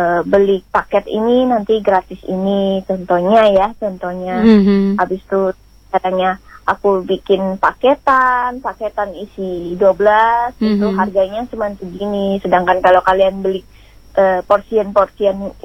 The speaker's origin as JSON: {"language": "Indonesian", "town": "Medan", "region": "North Sumatra", "country": "Indonesia", "moved": "as an adult", "lives_now": "Kupang, Indonesia", "said": "Jadi aku sendiri kan orang Medan kan, aku dari Medan, lahirnya dari Medan. Jadi aku datang ke Kupang itu baru masuk 5 tahun."}